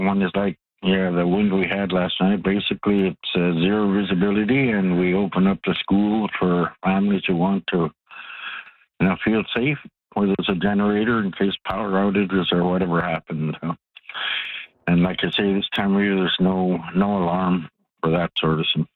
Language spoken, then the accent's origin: English; Cape Parry, Northwest Territories, Canada; born there; now in Paulatuk, Canada; I was born in Cape Perry